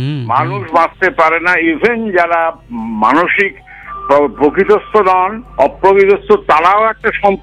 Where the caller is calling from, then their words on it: Serampore, West Bengal, India; শ্রীরামপুর থেকে।